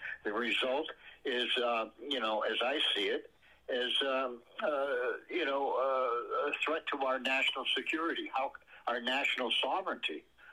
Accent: United States; I'm not an Israeli. I'm an American.

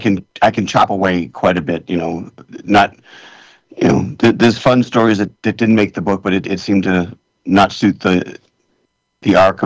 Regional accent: Billerica, Massachusetts, United States; now in California, United States; I'm from Billerica, Massachusetts.

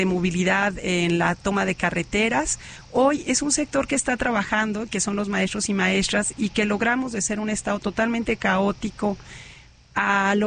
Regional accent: Uruapan, Michoacán, Mexico; yo soy de Uruapan

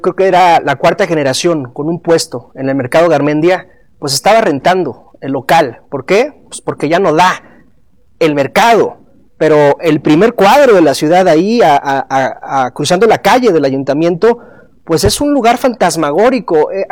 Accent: Culiacán, Sinaloa, Mexico; Veía, insisto, y el auditorio lo sabe porque constantemente lo digo, que soy de Culiacán

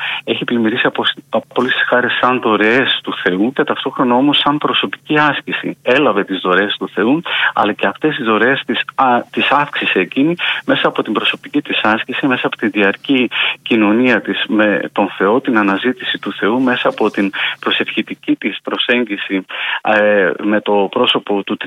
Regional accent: Greece; εμείς οι Ορθόδοξοι Έλληνες

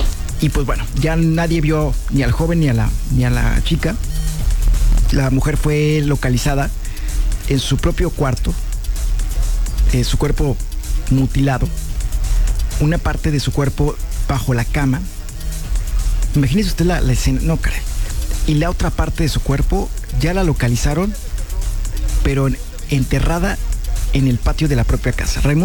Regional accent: Mexico; como mexicanos solamente nos duele cuando es tema económico.

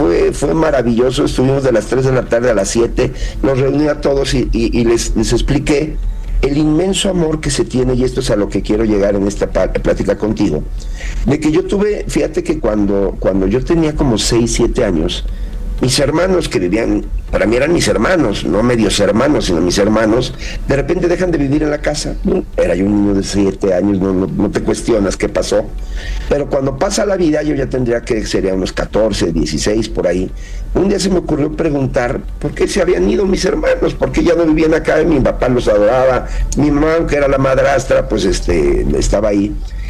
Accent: Mexico; usted no es de aquí, ¿verdad? Le digo, no, soy de México.

